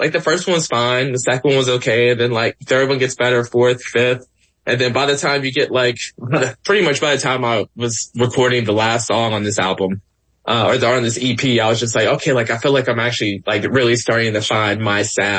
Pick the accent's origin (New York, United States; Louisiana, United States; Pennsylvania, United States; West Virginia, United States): Louisiana, United States; I come from Creole family that's been here in Louisiana for generations.